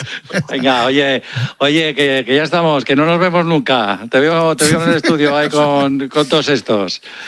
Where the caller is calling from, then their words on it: Bilbao, Basque Country, Spain; sabéis que soy de Bilbao